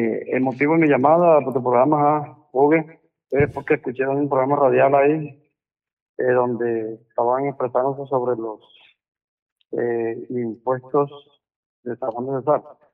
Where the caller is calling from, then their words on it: San Juan del Cesar, La Guajira, Colombia; Yo soy de aquí de Las Tunas.